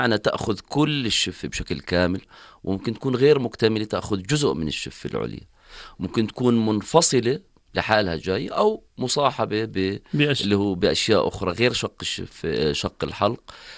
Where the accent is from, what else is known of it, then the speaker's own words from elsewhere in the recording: Jordan; عندنا في الأردن